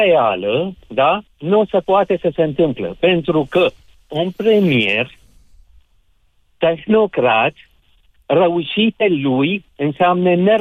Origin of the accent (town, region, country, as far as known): Iraq; Romanian is a second language; now in Romania